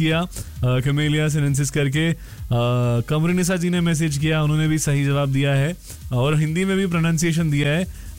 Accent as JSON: {"language": "Hindi", "region": "Kerala", "country": "India", "also_born_or_lived": "Delhi", "said": "मैं जी केरला में पैदा हुआ हूँ, मैं केरला से हूँ, मैं रहता दिल्ली में था इसलिए मुझे जाना पड़ता था वेकेशन में"}